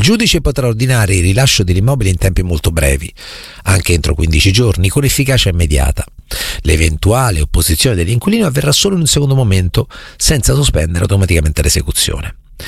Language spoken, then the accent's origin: Italian; Marche, Italy; Dalle mie parti si dice: se vuoi ladri vai a Loreto, se vuoi malfidati vai a Recanati.